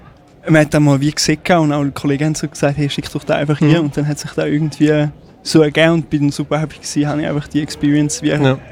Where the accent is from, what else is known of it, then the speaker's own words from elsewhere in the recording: Thurgau, Switzerland; now in Schaffhausen, Switzerland; Also ich komme, jetzt bin ich gerade wohnhaft in Schaffhausen. Ja. Aber aufgewachsen bin ich im Thurgau.